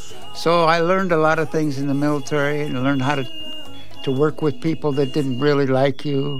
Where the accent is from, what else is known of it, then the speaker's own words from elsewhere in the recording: South Bend, Indiana, United States; I'm originally from South Bend.